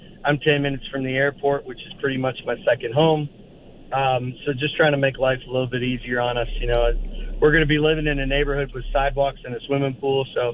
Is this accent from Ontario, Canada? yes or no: no; Alberta, Canada; moved away as an adult; now in Nashville, United States; I grew up in Northern Alberta, and if I was playing hockey, I was popular